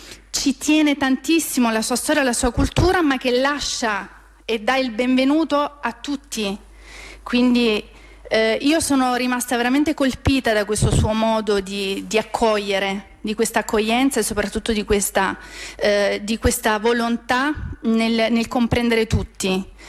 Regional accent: Naples, Campania, Italy; now in northern Italy; sono, come ha detto il senatore, napoletana verace, ma poi trasferita, come al solito, al nord in età adolescenziale, e poi mi sono ulteriormente trasferita in Marocco.

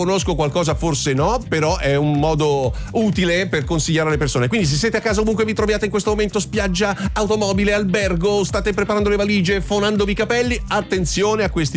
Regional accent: Piedmont, Italy; Quando ero bambino si andava sui montagne dalle mie parti, in Piemonte, verso il confine svizzera, Olgia, Re, Santa Maria Maggiore, sono dei posti meravigliosi immersi nelle montagne con pochissimi abitanti alcune delle località, tutti familiari

